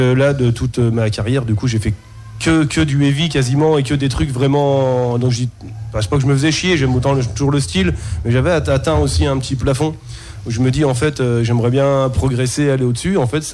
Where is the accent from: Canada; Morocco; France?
France; Toul, Grand Est; also born or lived in Antilles; now in Chantraine, France; je suis chantrainois, du coup j'habite à Chantraine. Mm-hmm. Mais en fait je suis pas du coin, mais en fait je suis du coin d'ici, parce que je suis toulois, je suis né à Toul, du coup.